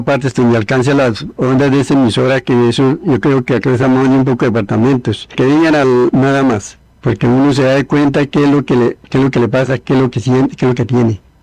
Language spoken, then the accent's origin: Spanish; Bolívar, Santander, Colombia; Vengo de Bolívar, de la vereda Bajo Minas.